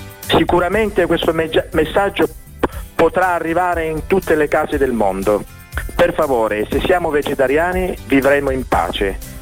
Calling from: Mesagne, Apulia, Italy; sono di Mesagne, provincia di Brindisi.

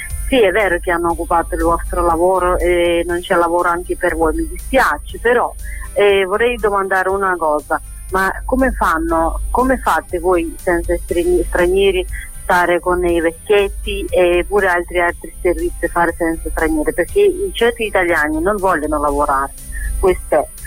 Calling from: Battipaglia, Campania, Italy; Italian is a second language; siamo da Battivaglia.

